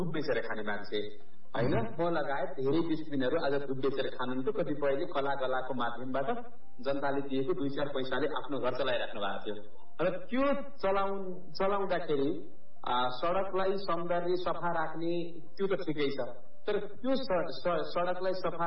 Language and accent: Nepali; Ghorahi, Lumbini Province, Nepal; मेरो घर चाहिँ दाङ जिल्ला घोराई नगरपालिका वडा नम्बर 9 खैरा भन्ने ठाउँमा पर्छ।